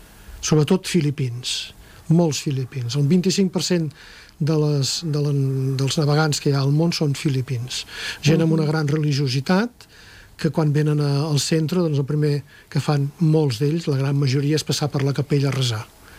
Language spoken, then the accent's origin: Catalan; Catalonia, Spain; born or raised there